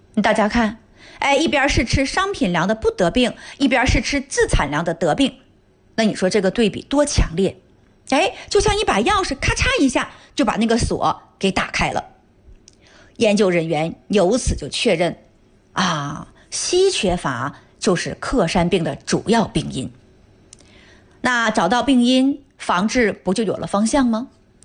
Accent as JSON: {"language": "Chinese", "country": "China", "said": "那作为中国人，"}